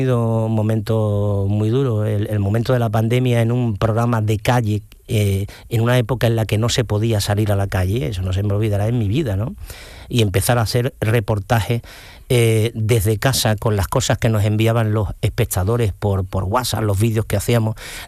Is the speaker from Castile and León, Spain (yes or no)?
no; Ubrique, Andalusia, Spain; mi pueblo, en Ubrique